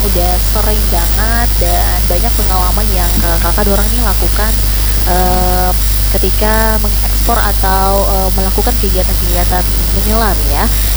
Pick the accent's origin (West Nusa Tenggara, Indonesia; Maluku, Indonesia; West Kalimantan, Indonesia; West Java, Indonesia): Maluku, Indonesia; Ambon; Kebetulan saya asli bukan asli sih, tapi besar lahir besar di Ambon, tapi papa orang Banda, mamanya Buru Selatan gitu.